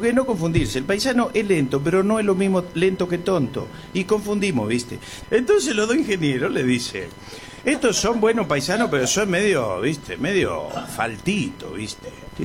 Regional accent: Loreto, Santiago del Estero, Argentina; ¡Ese es mi pueblo! ¡El único que habla de Santiago del Estero! En Loreto tenemos un chango

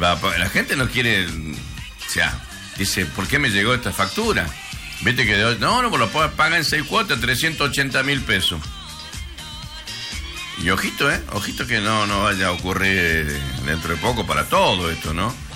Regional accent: Campo Santo, Salta, Argentina; De mi querido pueblo Camposanto, donde nací, me crié

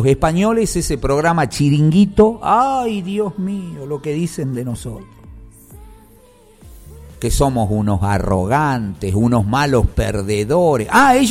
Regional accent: Argentina

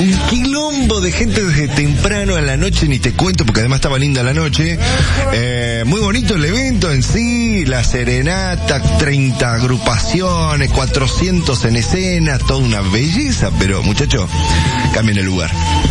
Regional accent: Argentina; nos afecta y nos involucra a nosotros como argentinos.

